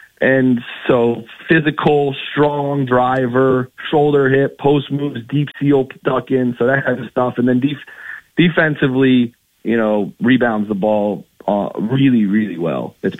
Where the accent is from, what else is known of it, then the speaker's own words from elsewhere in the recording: Washington, District of Columbia, United States; I'm actually from Washington, D.C.